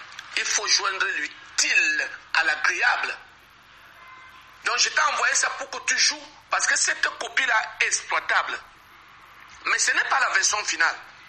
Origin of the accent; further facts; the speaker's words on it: Cameroon; je me sens plus mieux chez moi au Cameroun qu'ailleurs, quel que soit ce qu'on me réserve ailleurs. Je suis Camerounais de père et mère. Et je me sens plus à l'aise au Cameroun qu'ailleurs.